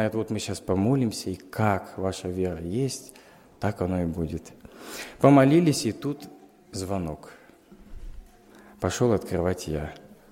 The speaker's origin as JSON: {"language": "Russian", "town": "Chelyabinsk", "region": "Chelyabinsk Oblast", "country": "Russia", "tie": "born there", "said": "Родился я, друзья, в неверующей семье. Родился я в Челябинске на зоне."}